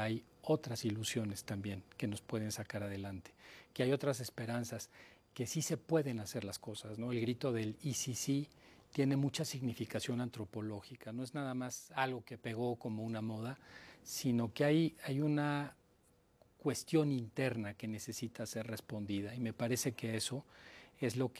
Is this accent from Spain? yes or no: no; Mexico; Y nosotros, independientemente de lo que sea, somos mexicanos y eso lo tenemos muy claro.